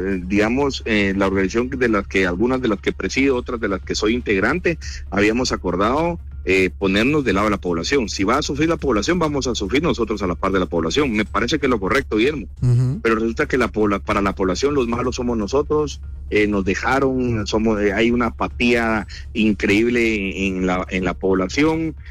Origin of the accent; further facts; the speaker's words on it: Guatemala; soy un guatemalteco común y corriente que presta un servicio, que vivo el día a día